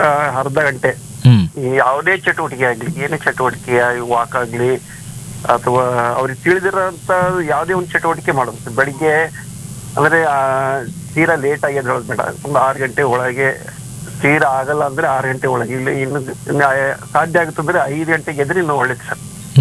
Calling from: Chitradurga, Karnataka, India; ಚಿತ್ರದುರ್ಗದಿಂದ.

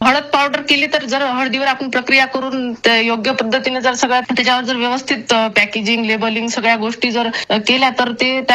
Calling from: Yavatmal district, Maharashtra, India; मी खोपडी मिरासे इथे राहते, तालुका दारव्हा आणि जिल्हा यवतमाळ.

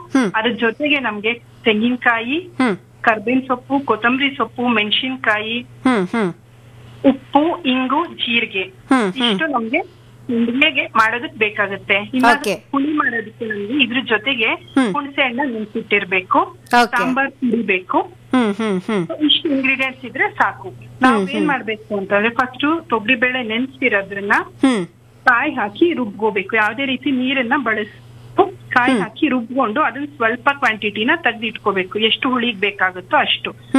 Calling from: Tumakuru, Karnataka, India

